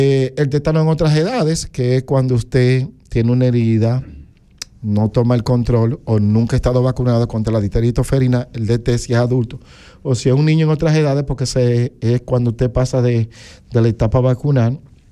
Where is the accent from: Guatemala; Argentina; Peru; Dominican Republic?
Dominican Republic; La prima, decimos la prima como dominicano